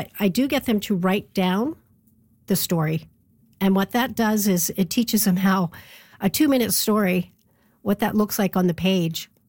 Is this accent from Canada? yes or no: yes; Halifax, Nova Scotia, Canada; now in Ottawa, Canada; I'm so happy to be in my hometown in Halifax.